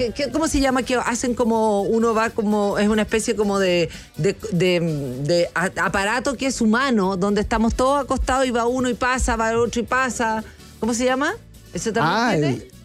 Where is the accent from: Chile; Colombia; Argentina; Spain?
Chile; nosotros somos chilenos, lo jugamos, es chileno.